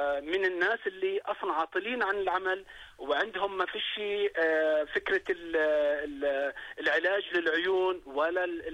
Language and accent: Arabic; Jordan; عندنا في الاردن